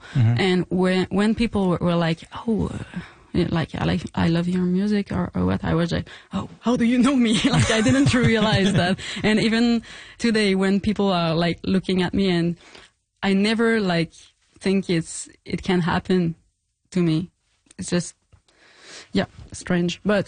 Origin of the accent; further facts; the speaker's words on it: Quebec, Canada; now in Montreal, Canada; I'm from Gaspésie, which oh, yeah. is pretty far from Montreal, but I'm living in Montreal since like 10 years.